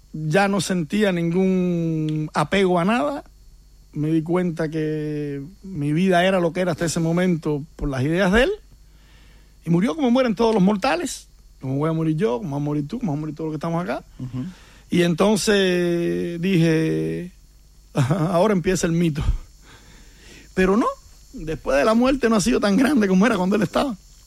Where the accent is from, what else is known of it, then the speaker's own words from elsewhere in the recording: Villa Clara, Cuba; moved away; Díaz Canel es de mi pueblo.